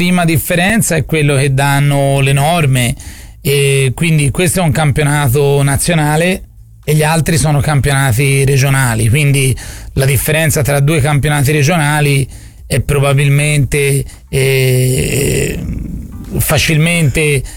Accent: Florence, Tuscany, Italy

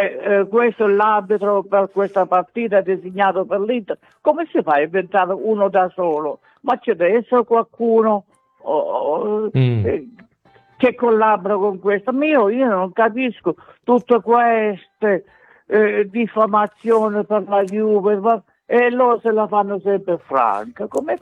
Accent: Giardini Naxos, Sicily, Italy; Io sono siciliano dalla provincia Giardini Naxos.

